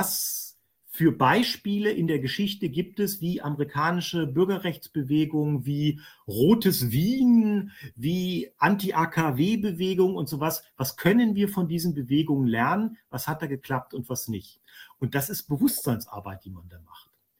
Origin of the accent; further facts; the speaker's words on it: Marburg, Hesse, Germany; moved away; also born or lived in Berlin; Ich komme aus Marburg.